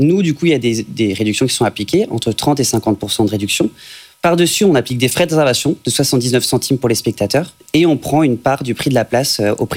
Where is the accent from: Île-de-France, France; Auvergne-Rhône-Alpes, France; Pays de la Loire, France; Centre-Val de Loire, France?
Pays de la Loire, France; Nantes; on est nantais.